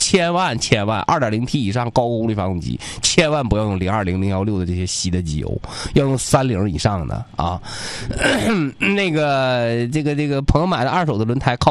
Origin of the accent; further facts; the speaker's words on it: Changchun, Jilin, China; 我希望我们我的家乡啊，我希望我们吉林，我希望我们长春